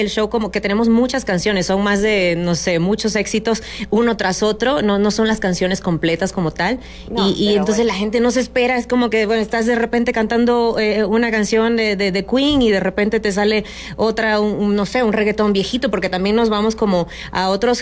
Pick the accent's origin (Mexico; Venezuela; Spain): Venezuela; Yo, por ejemplo, soy venezolana